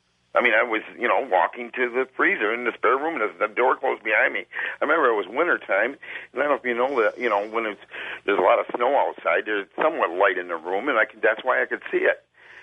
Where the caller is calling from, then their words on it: Grand Rapids, Michigan, United States; from Grand Rapids, Michigan.